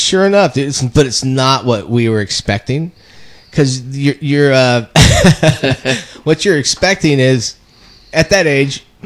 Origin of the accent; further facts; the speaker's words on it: Fresno, California, United States; I grew up over in the San Joaquin Valley, you know, Fresno, Clovis area.